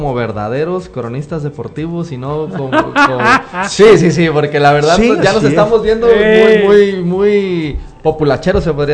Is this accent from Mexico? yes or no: yes; Mexico; nosotros como mexicanos